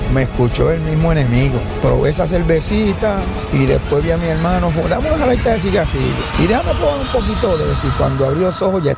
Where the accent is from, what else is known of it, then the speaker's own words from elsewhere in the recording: Ponce, Puerto Rico; soy original de Ponce, vengo de una comunidad cerca del sector El Vigía que se conoce como el barrio San Felipe, barrio segundo de Ponce. Vengo de una familia grande, somos 11 hermanos